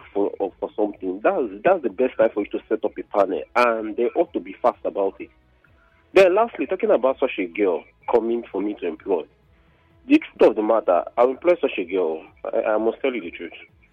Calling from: Nigeria; I'm calling from Ajupe State.

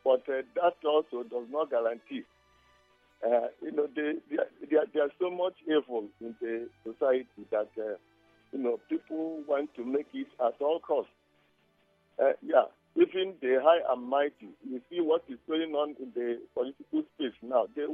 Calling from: Nigeria; I'm calling you from Igbo State.

